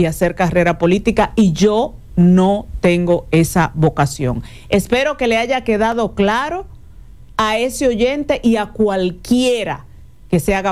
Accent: Dominican Republic

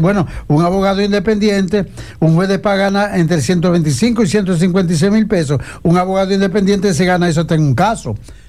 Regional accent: Dominican Republic; el país, hablo de República Dominicana

